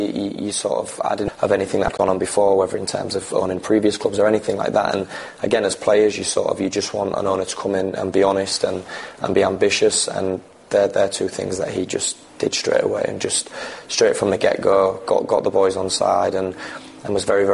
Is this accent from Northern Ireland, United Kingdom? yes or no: no; Hull, Yorkshire and the Humber, United Kingdom; All of my family are from Hull. I was brought up in Hull, and I'll never leave Hull as long as I play for Hull.